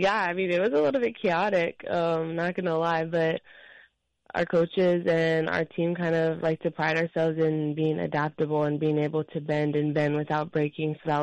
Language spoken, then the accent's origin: English; Hawaii, United States; moved away as an adult; come home and represent my home state and my hometown